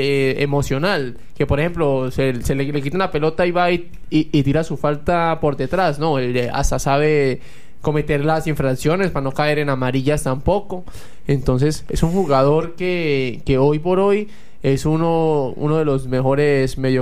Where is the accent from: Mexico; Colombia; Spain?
Colombia; nosotros como colombianos